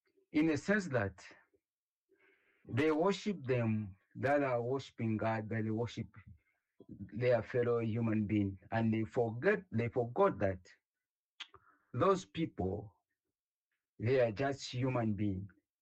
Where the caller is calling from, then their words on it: Ndola, Copperbelt, Zambia; I'm calling from Ndola, specifically Mushiri.